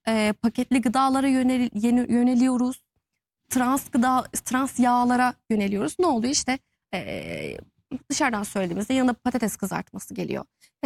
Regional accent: Kütahya, Turkey; Bu arada ben Kütahyalıyım.

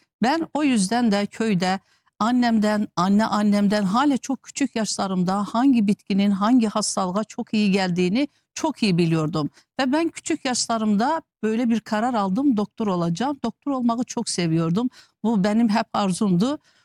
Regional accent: Azerbaijan; now in Turkey; Ben Azerbaycanlıyım ama Türkiye'deyim. Türkiye Cumhuriyeti vatandaşıyım.

